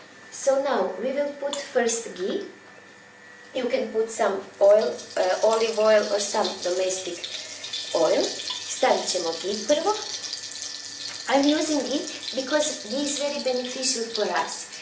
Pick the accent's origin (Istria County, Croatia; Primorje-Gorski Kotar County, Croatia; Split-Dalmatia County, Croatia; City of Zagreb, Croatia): City of Zagreb, Croatia; Zagreb; I come from Croatia, Zagreb is the town, and we are here in WEP International Yoga and Daily Life Seminar